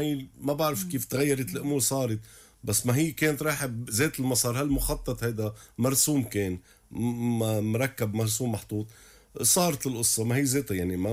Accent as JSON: {"language": "Arabic", "area": "Ain el-Remmaneh", "region": "Mount Lebanon", "country": "Lebanon", "tie": "born or raised there", "said": "خلقت وربيت تحت، أنا ابن العبدية، نحن ضيعتنا العبدية اسمها، خلقت وربيت بعين الرمانة ومزلت لهلا، ولادي ربيوا خلقوا تحت وبضلوا تحت معي."}